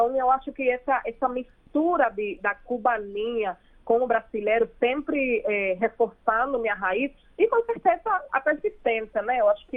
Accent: Cuba; moved away; não só como mulher cubana, senão como mulher latina.

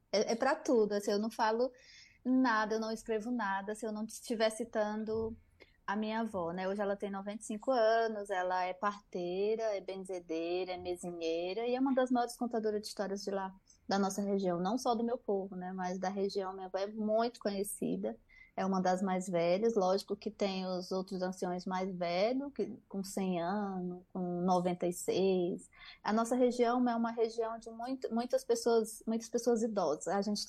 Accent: Northeast Region, Brazil; nós que somos nordestinas, mulheres, eu que sou uma mulher indígena, nordestina e sapatão

